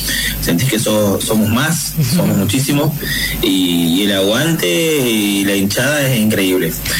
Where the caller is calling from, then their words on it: Concordia, Entre Ríos, Argentina; Yo soy de Concordia, de ahí de Concordia, vine con 3 amigos de Paraná